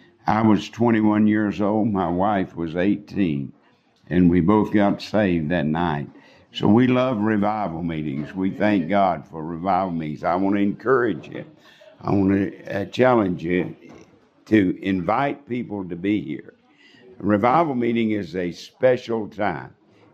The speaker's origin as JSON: {"language": "English", "region": "Texas", "country": "United States", "tie": "born or raised there", "said": "It was a little Southern Baptist church in my hometown, about 50 miles outside of Amarillo."}